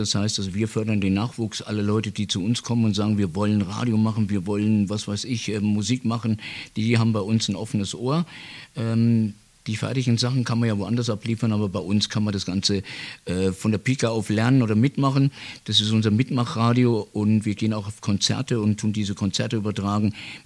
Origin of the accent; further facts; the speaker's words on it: Bavaria, Germany; ich komme aus der Nähe von Bayreuth